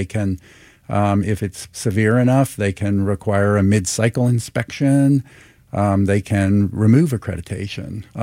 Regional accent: Atlanta, Georgia, United States; born or raised there

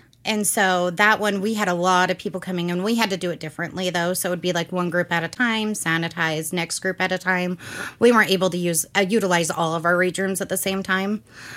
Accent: Utah, United States; moved away as an adult; And then when we moved up here, we're from Utah.

